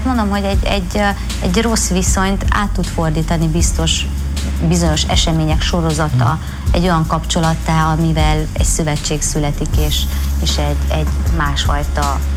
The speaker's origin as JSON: {"language": "Hungarian", "region": "Szeklerland", "country": "Romania", "said": "Hát igen, székely vagyok."}